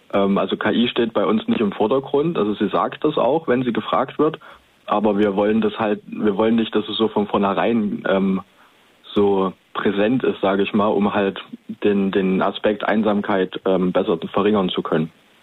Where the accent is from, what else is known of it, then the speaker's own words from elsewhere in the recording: Leipzig, Saxony, Germany; Nee, also wir kommen aus Leipzig. Wir sind tatsächlich also in Ostdeutschland zugange.